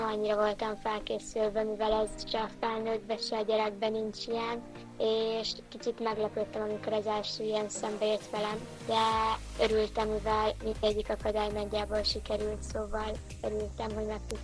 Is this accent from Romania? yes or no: no; Hungary; Magyarországról jöttünk